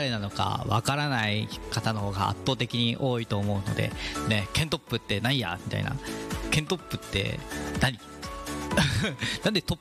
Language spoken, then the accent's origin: Japanese; Gyoda, Saitama, Japan; 生まれも育ちも行田で